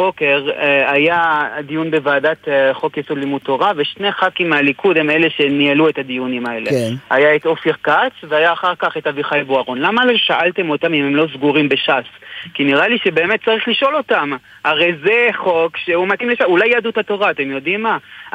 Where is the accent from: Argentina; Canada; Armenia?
Canada; גדלנו בקנדה ודיברנו על הוקי, לא דיברנו על, לא ידענו בכלל מה זה וורלד קאפ, לא ידענו בכלל מה זה.